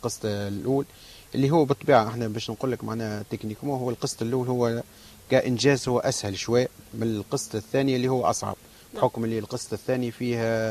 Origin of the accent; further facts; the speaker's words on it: Tunisia; عندنا في تونس